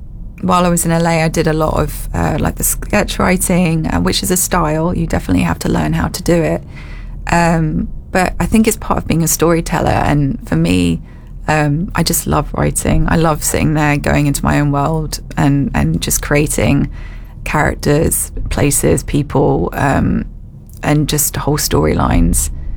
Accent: England, United Kingdom; moved away; because I am English

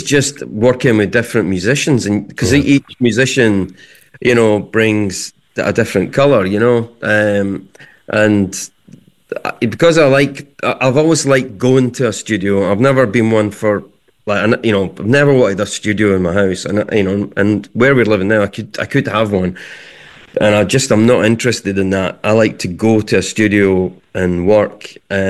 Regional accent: Edinburgh, Scotland, United Kingdom; I grew up in Leith

